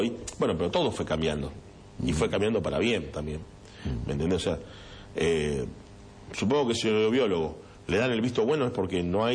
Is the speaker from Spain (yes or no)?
no; Arroyo Seco, Santa Fe, Argentina; Yo me crié toda la vida en Atlético de Arroyo Seco, vivía a dos cuadras